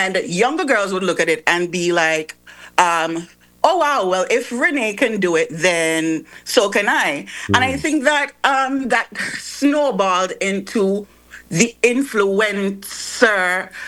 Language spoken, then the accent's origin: English; Liberta, Saint Paul, Antigua & Barbuda; Okay, so I'm from Liberator Village